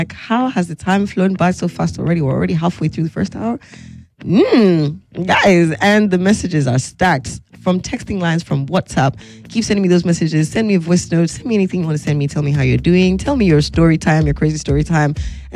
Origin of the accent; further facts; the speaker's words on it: Nigeria; accent: Yoruba; But you'll be able to hear some of the English words or English phonetics in my Yoruba accent.